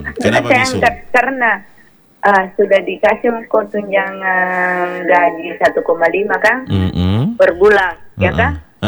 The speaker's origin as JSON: {"language": "Indonesian", "area": "Soppeng", "region": "South Sulawesi", "country": "Indonesia", "said": "di daerahku ini kan ada gunung"}